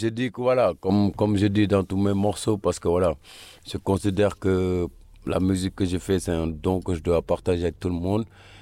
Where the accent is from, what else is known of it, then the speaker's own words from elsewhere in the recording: Senegal; Exactement. On retrouve les mêmes vibes, les mêmes smiles, même énergie et cette hospitalité-là aussi.